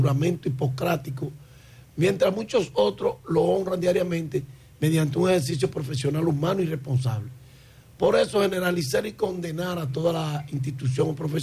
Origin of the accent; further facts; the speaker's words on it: Dominican Republic; Al final, todos somos dominicanos